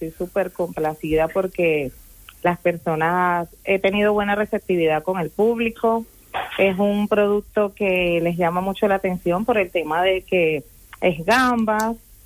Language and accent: Spanish; Venezuela; now in Asturias, Spain; a pesar de que mi carta es muy al estilo de acá de Asturias, por el tema de ser yo venezolana